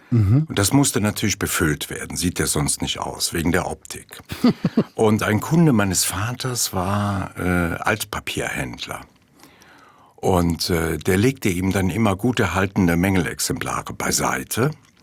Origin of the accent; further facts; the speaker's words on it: Mayen, Rhineland-Palatinate, Germany; Ja, in meiner Heimatstadt Mayen und in den Dörfern ringsherum sind irre viele Häuser aus Basalt gebaut, diesem anthrazitfarbenen Stein.